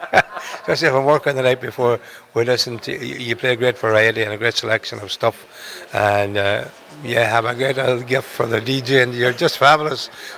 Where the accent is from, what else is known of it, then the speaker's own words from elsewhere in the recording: Malin Head, Ulster, Ireland; I come from Malinhead, we're up on the most northerly point of Ireland